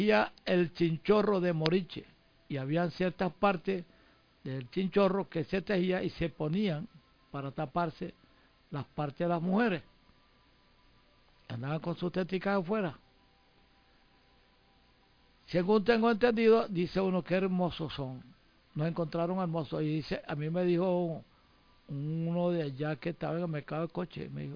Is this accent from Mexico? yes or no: no; Venezuela; born there; en esos lares donde yo nací, y el agua del Océano Atlántico y el Orinoco